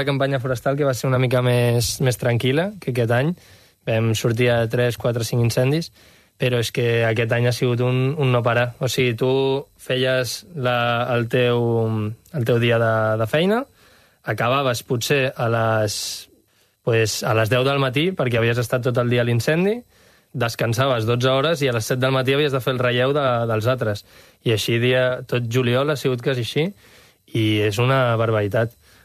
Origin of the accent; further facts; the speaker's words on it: Gavà, Catalonia, Spain; Clar, jo soc del Parc de Gavà i aquell el vam pillar fort, i just hi havia urbanitzacions al costat